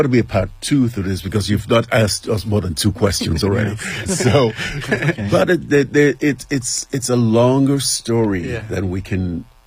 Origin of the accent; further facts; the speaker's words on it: Nigeria; now in United States; I grew up in Nigeria